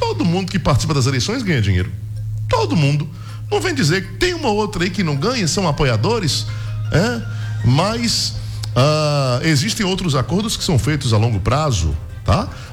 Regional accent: Brazil; no bairro Brasília. É a única oportunidade, assim, de verdade, que eu revejo amigos do bairro onde nasci e me criei

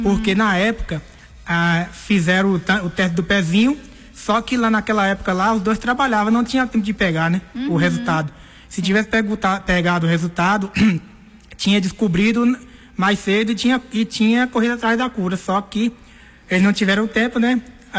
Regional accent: São Paulo, Brazil; born there; also born or lived in Caeté; eu nasci em 1991 em São Paulo, no Hospital Ipiranga, na Zona Leste, em São Paulo.

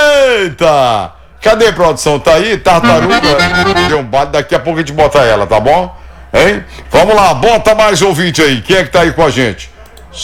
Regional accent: Bacabal, Maranhão, Brazil; lá da minha cidade, não? Bacabal

